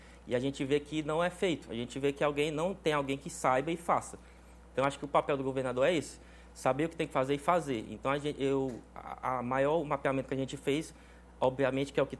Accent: Crateús, Ceará, Brazil; Eu sou de Crateús, uma cidade que eu amo muito

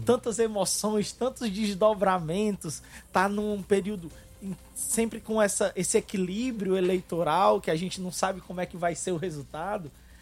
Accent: Fortaleza, Ceará, Brazil; born or raised there

